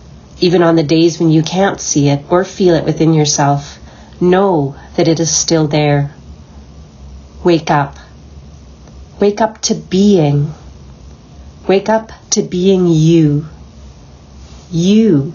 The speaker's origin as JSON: {"language": "English", "town": "Regina", "region": "Saskatchewan", "country": "Canada", "tie": "born or raised there", "said": "I was born and raised in Regina."}